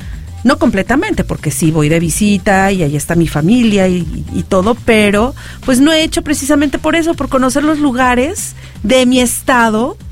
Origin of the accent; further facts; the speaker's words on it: Tulancingo, Hidalgo, Mexico; moved away as an adult; Hidalgo es mi estado, yo nací en Tulancingo, Hidalgo